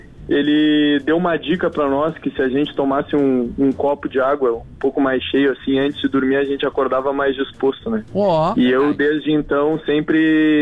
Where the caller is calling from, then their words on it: Porto Alegre, Rio Grande do Sul, Brazil; falo aqui de Porto Alegre.